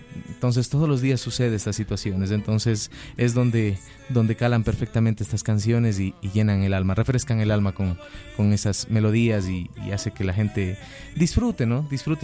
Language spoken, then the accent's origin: Spanish; Cuenca, Azuay, Ecuador; now in Quito, Ecuador; mi ciudad natal, en Cuenca. Estamos ahora acá por la capital, que considero mi segundo hogar.